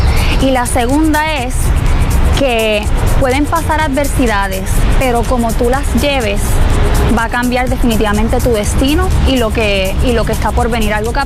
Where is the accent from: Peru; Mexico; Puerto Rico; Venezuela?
Puerto Rico; eso también nos caracteriza a nosotros como boricuas puertorriqueños